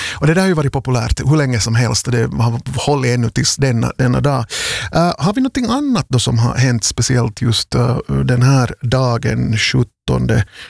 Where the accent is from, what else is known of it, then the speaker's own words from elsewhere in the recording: Vaasa, Ostrobothnia, Finland; det drog ju alltså 10,000 människor hit till Vasa, till min hemstad